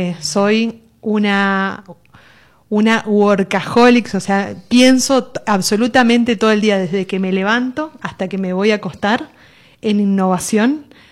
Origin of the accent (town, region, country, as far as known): Santa Fe, Argentina